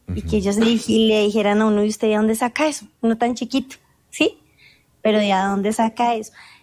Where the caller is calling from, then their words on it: Bogotá, Colombia; Desde Colombia, Bogotá